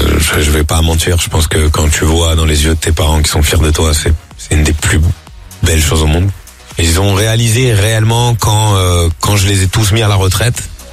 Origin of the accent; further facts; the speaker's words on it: Marseille, Provence-Alpes-Côte d'Azur, France; quand on était petits à Marseille